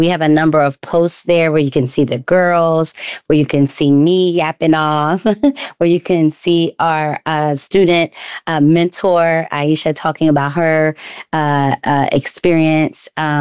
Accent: Philadelphia, Pennsylvania, United States; what better place to have them on the stage than my hometown in Philly

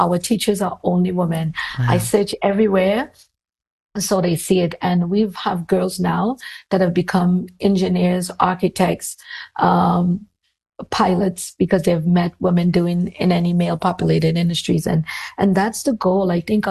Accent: Trinidad & Tobago; So growing up in Trinidad and Tobago, everybody, included me, most people, want to be a barrister or, you know, a doctor.

